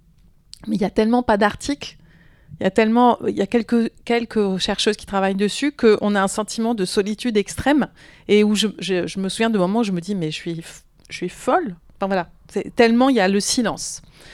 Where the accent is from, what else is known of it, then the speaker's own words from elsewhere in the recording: France; moved away as an adult; also born or lived in Quebec, Canada; je suis au Québec depuis quelques mois. Je m'installe avec ma famille. Je lis beaucoup sur les autochtones, ce qui est un archétype des Français au Québec et ce qui fait de nous l'objet de grosses moqueries